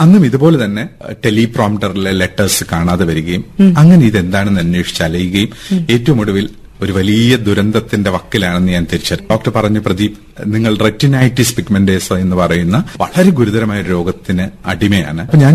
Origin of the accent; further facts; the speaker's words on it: Thiruvananthapuram, Kerala, India; born there; moved away as an adult; also born or lived in Changanassery; തിരുവനന്തപുരത്ത് നിന്ന് അവിടെ ഒരു ഹോസ്റ്റലിലേക്ക് എത്തി